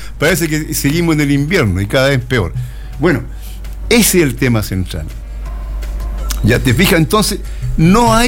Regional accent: Chile; Yo soy chileno, tengo un programa para Chile.

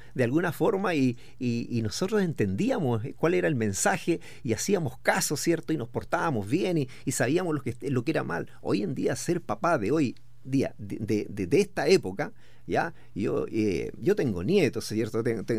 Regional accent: Linares, Maule, Chile; Nosotros somos de Linares, de una ciudad linda, preciosa, ¿ya?, y que cada vez está quedando mejor.

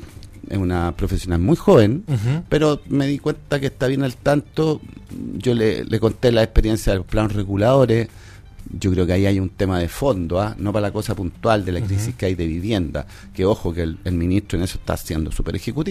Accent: Chile; como buenos chilenos, siempre hacemos al revés.

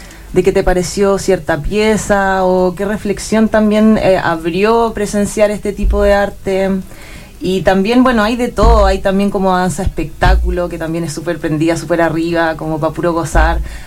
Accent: Santa Cruz, O'Higgins, Chile; also born or lived in Santiago, Chile; now in Pichilemu, Chile; Oriunda de Santa Cruz. Aquí cerquita, viví también mucho rato en Santiago y hace como 3 años que estoy acá en Pichilemu y sus alrededores

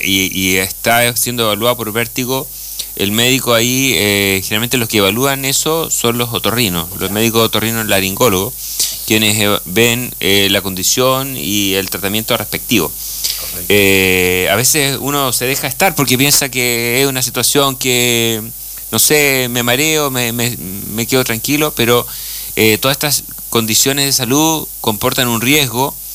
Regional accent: Punta Arenas, Magallanes and Chilean Antarctica, Chile; moved away as an adult; now in Aysén Region, Chile; Yo originariamente soy de Punta Arenas, llevo ya 20 años en la región, casado con una aysenina.

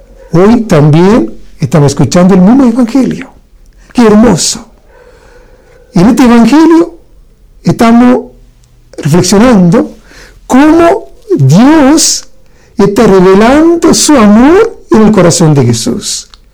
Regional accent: India; Spanish is a second language; yo soy un sacerdote de la India

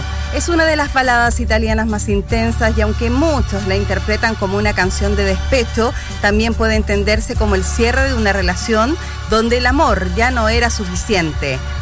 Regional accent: Argentina; Somos argentinos.

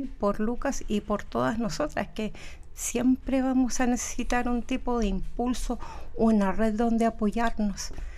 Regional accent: Longaví, Maule, Chile; Yo soy de acá de Longaví, del sector Quinta Norte, Hualonco

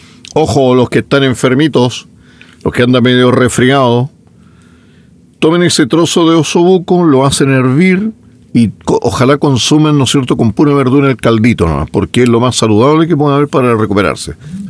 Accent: Chile

